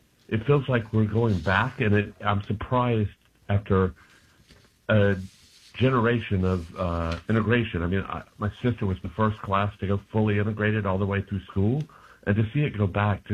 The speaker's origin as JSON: {"language": "English", "town": "Griffin", "region": "Georgia", "country": "United States", "tie": "born or raised there", "moved": "as an adult", "said": "I'm from Georgia. I grew up down there in Griffin, but I've been up here for the past 35 years"}